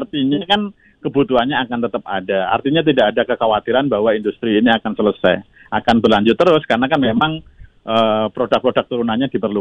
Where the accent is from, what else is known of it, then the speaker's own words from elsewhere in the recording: Bojonegoro, East Java, Indonesia; Kebetulan saya dari Bojonegoro, Mas.